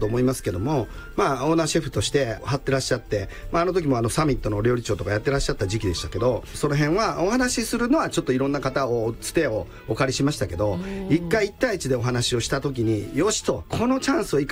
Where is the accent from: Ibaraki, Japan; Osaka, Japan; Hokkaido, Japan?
Osaka, Japan; あの私は大阪で生まれ育って、うん、まあ仕事は全国でやってて東京にも事務所があるんですけども、